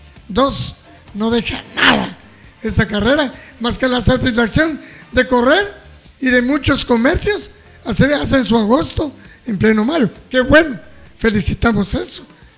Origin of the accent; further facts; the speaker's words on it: Cobán, Alta Verapaz, Guatemala; yo, como soy de Cobán